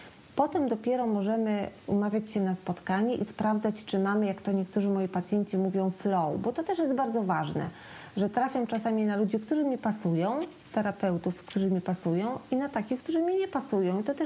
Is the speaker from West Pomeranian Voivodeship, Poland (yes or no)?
no; Lublin, Lublin Voivodeship, Poland; w miejscu, gdzie ja mieszkam, jestem z Lublina